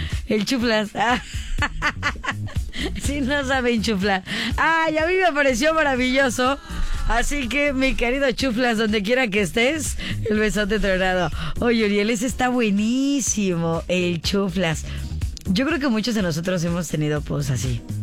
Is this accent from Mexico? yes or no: yes; Mexico; así somos los mexicanos